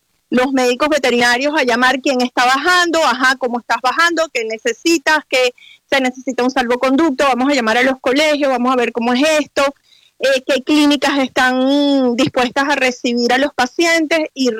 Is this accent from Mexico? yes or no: no; Venezuela; como venezolanos que somos